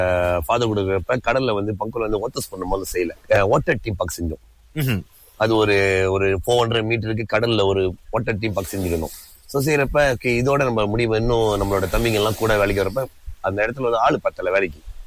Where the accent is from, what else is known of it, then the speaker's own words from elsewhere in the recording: Pangkor, Perak, Malaysia; ஆமா, நான் பிறந்தது வளர்ந்ததெல்லாம் ஃபுல்லா பங்கோர் தான்.